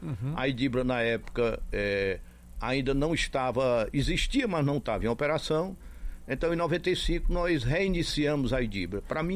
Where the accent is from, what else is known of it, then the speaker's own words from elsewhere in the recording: Icó, Ceará, Brazil; born there; moved away as an adult; also born or lived in Brasília; now in Fortaleza, Brazil; nasci no Icó.